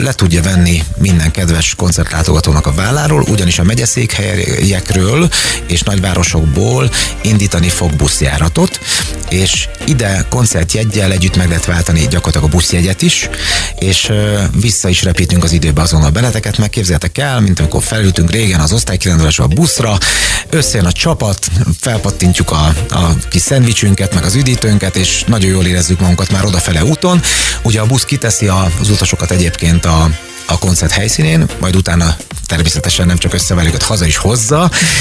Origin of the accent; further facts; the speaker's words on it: Hungary; now in Budapest agglomeration, Hungary; mivel magam is vidéki vagyok, sőt most is csak az agglomerációban élek, itt Budapest közelében